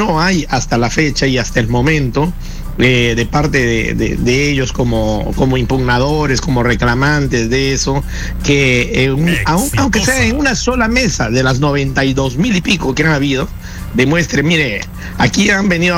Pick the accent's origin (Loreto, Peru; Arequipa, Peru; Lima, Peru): Loreto, Peru; Iquitos; por más que haya querido ir a pasar unos días allá después de visitar mi tierra en Iquitos